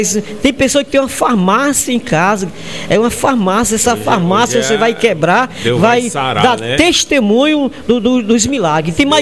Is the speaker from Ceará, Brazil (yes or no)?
yes; Caucaia, Ceará, Brazil; Ô, glória, pastor Daí, sou da Calcaia